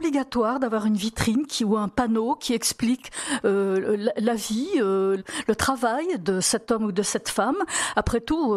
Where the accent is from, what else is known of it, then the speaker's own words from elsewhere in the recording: Algeria; born there; moved away; je suis en Algérie